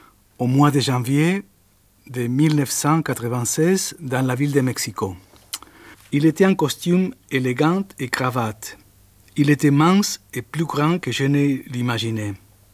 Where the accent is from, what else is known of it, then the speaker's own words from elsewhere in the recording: Argentina; French is a second language; moved away; Bon, je suis venu de l'Argentine et je suis allé au Mexique. J'étais exilié dans l'année 1976.